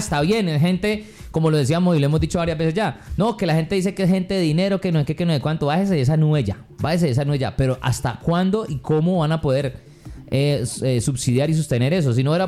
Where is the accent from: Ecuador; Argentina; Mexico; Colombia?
Colombia